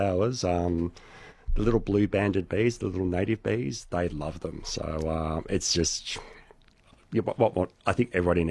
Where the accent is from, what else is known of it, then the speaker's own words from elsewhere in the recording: Melbourne, Victoria, Australia; now in Alice Springs, Australia; I'm from Melbourne originally, and when I came to Central Australia